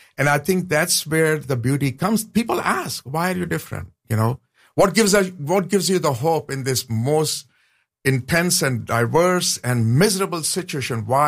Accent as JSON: {"language": "English", "country": "Pakistan", "tie": "born or raised there", "said": "Sure. Born and raised in Pakistan."}